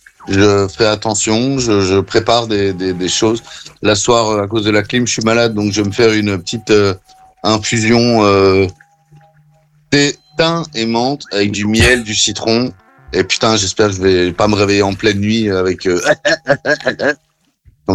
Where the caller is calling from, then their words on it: Belgium; comme on dit chez nous en Belgique